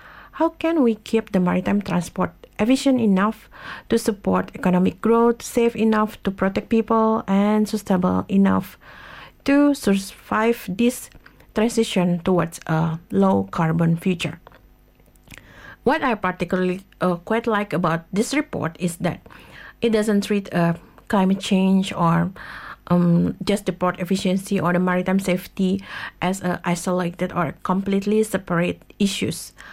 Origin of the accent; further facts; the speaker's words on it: Indonesia; I'm from Indonesia, and Indonesia is made up of thousands of islands, 17,000 and more.